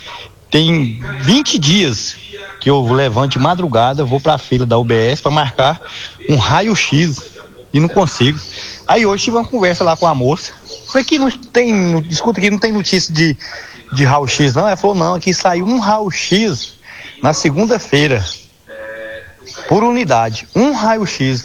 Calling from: Aparecida de Goiânia, Goiás, Brazil; eu sou de Aparecida, aqui do setor dos estados

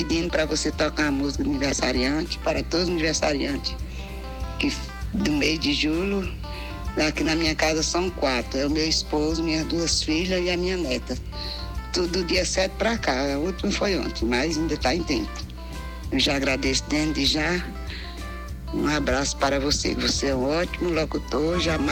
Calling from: São Paulo, Brazil; Estou ligando aqui de São Paulo, do Itaim Paulista. Acabei de chegar aí do Nordeste

